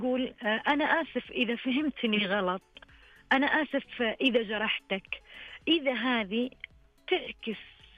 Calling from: Tabuk, Tabuk Province, Saudi Arabia

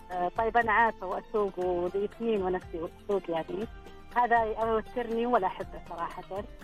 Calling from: Al Quwayiyah, Riyadh Province, Saudi Arabia; لما نصل ديرتنا القوعية

